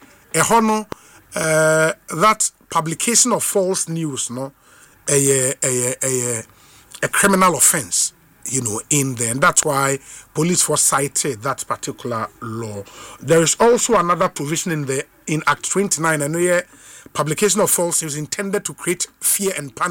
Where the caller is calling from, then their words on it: Achim Tafo, Eastern Region, Ghana; Obi, good day. I'm calling from Achim Tafo. All street lights in the town do not work.